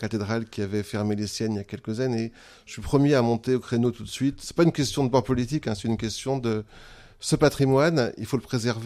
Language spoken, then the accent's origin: French; Bourges, Centre-Val de Loire, France; born there; je suis né à Bourges, j'adore cette ville, évidemment.